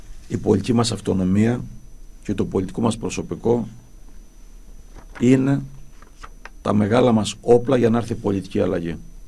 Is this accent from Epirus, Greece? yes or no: no; Crete, Greece; Εγώ δεσμεύομαι εδώ από τον τόπο μου, από την πατρίδα μου